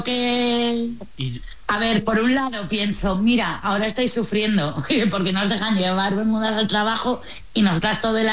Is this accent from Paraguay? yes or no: no; Spain; no lo veo tan hortera porque yo soy española